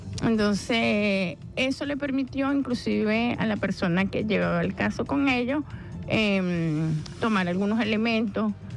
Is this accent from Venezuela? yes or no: yes; Venezuela; nos interesa seguir manteniendo nuestra identidad como venezolanos y venezolanas